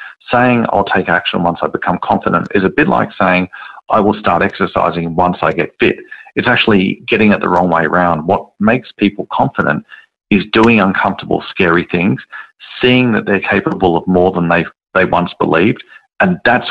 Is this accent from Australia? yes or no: yes; Sydney, New South Wales, Australia; There's a woman, I'm from Sydney, there's a woman in Melbourne